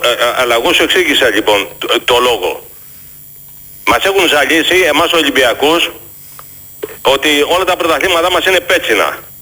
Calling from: Megara, Attica, Greece; εδώ στα Μέγαρα

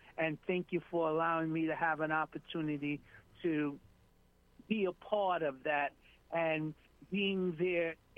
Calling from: New York, United States; I'm calling from Upper Manhattan. … no stranger to the show.

